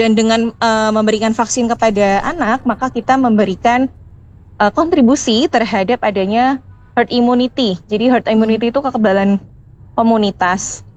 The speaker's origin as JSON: {"language": "Indonesian", "town": "Surakarta", "region": "Central Java", "country": "Indonesia", "said": "karena saya kan dari Solo ya, kemarin itu di Jawa Tengah sama Jogja itu sempat diberikan untuk anak SD."}